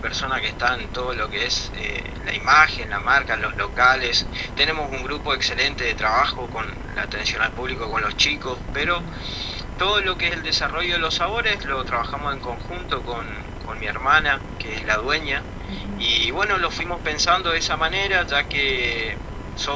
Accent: Oberá, Misiones, Argentina; somos obereños, uh-huh. nacidos y criados en Verá.

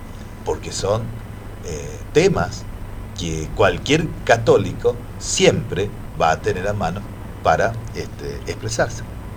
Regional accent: Argentina; como la Argentina, viste, que somos tan contradictorios

